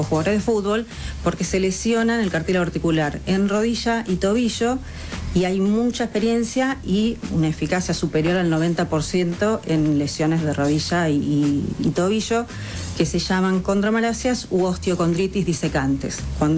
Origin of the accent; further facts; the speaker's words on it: Argentina; Yo soy fundamentalista argentina